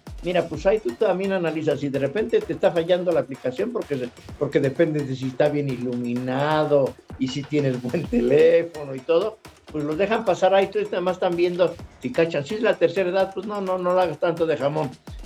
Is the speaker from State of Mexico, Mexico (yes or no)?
yes; Atlacomulco, State of Mexico, Mexico; Yo soy de Atlacomulco de favela, se llama de Atlacomulco favela.